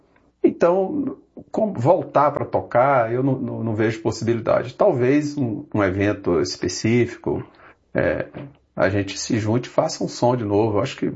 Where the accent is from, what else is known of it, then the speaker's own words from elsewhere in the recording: Maranhão, Brazil; moved away; como eu venho do Maranhão, e eu morei grande parte no interior do Maranhão, então a gente convivia com o rio, com as dificuldades, com o sertanejo.